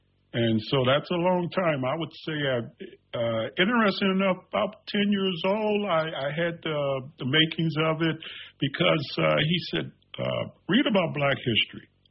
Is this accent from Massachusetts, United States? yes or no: no; Cincinnati, Ohio, United States; And I grew up in Ohio, and so in the inner city there of Cincinnati. Okay. So that's where I'm from.